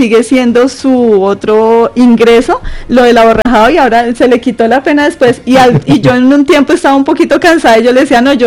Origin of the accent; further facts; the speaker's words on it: Bogotá, Colombia; soy productora y soy de Usaquén.